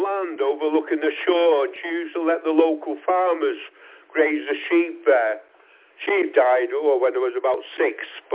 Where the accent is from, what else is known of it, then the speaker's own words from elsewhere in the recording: Eccles, North West England, United Kingdom; I struggled in Manchester. I came from Eccles. I went to see family and that. I've got two daughters that live in Eccles